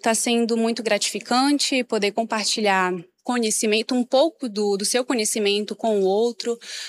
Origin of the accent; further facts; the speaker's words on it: Belém, Pará, Brazil; moved away as an adult; now in Campo Grande, Brazil; Eu sou natural de Belém do Pará, estou aqui em Campo Grande mais ou menos 1 ano